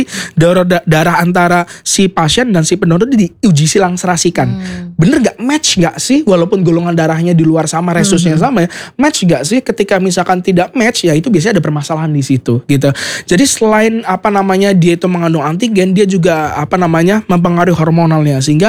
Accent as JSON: {"language": "Indonesian", "town": "Banyumas", "region": "Central Java", "country": "Indonesia", "tie": "born or raised there", "said": "walaupun saya tidak lahir di Banyumas, tapi saya besar di Banyumas dan saya bangga jadi orang Banyumas."}